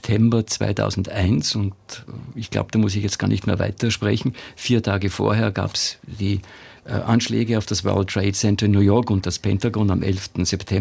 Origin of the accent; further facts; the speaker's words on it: Austria; Das kann man mitsingen, auch als Österreicher.